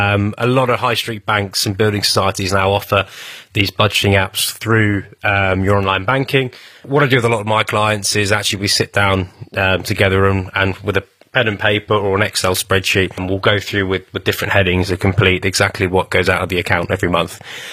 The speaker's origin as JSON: {"language": "English", "town": "Petersfield", "region": "South East England", "country": "United Kingdom", "tie": "born or raised there", "said": "So I grew up in Petersfield, and there's two rivers in Petersfield called Tilmore Brook and the River Rother."}